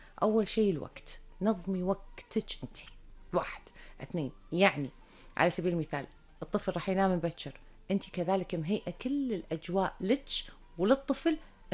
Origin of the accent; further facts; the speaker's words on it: Kuwait; ما شاء الله الحضانات عندنا في الكويت تعتبر على معايير ممتازة